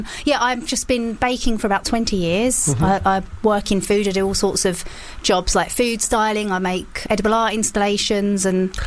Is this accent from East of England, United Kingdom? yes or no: yes; Leigh-on-Sea, East of England, United Kingdom; accent: Essex; I'm from Leigh-on-Sea in Essex.